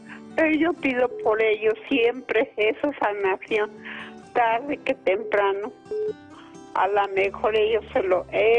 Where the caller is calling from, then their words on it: Mexico; Amo desde aquí de México.